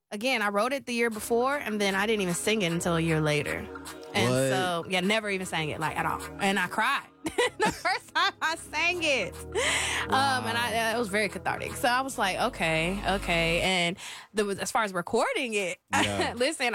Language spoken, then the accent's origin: English; Tulsa, Oklahoma, United States; I actually sang it one time at an open mic in my hometown, Tulsa, Oklahoma.